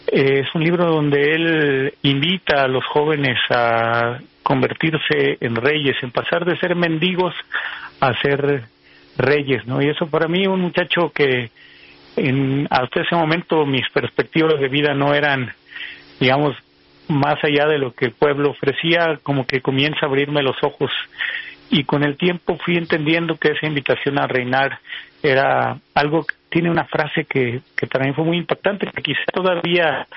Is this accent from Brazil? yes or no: no; Tepatitlán, Jalisco, Mexico; Yo nací en Tepatitlán, Jalisco, que es un lugar en los altos de Jalisco, digamos, entre San Juan de los Lagos y Guadalajara